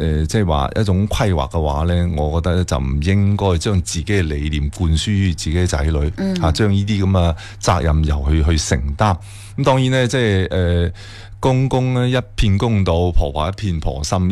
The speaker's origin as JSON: {"language": "Cantonese", "region": "Guangdong", "country": "China", "said": "作为我哋中国人、广东人"}